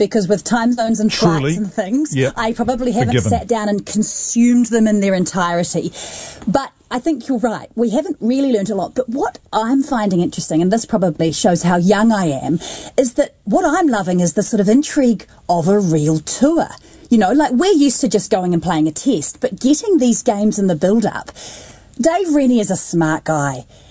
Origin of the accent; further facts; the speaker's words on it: New Zealand; it was wonderful as a Kiwi.